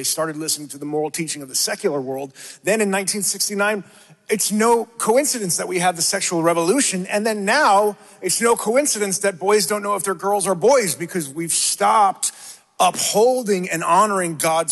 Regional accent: New York, United States; also born or lived in Portland, Oregon; Well, first, I'm a New Yorker. I grew up in church.

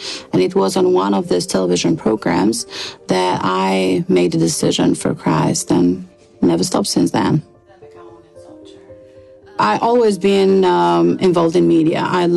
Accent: Albania; I grew up in Albania. It was a communist country.

